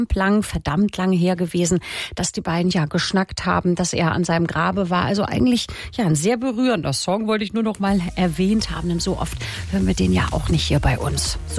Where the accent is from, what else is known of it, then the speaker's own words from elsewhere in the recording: Schleswig-Holstein, Germany; Man versteht dann Kölsch als Schleswig-Holsteiner ja kaum